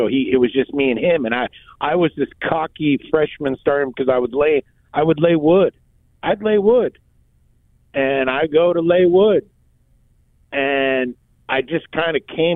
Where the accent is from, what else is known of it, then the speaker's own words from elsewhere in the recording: California, United States; I was the kid from California that had played a little bit.